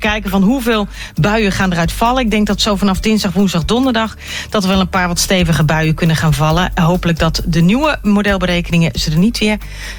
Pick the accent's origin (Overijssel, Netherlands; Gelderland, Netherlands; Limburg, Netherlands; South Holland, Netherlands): Gelderland, Netherlands; Apeldoorn; Ik ben lang opgegroeid in Apeldoorn.